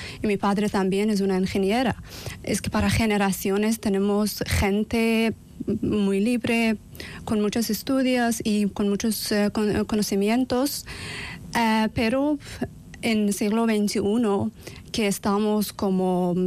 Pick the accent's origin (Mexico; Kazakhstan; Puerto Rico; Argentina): Kazakhstan; Spanish is a second language; moved away as an adult; now in Spain; En mi caso, yo llegué aquí en 2025 desde Kazajistán, y yo llegué aquí para estudiar una formación de lengua española.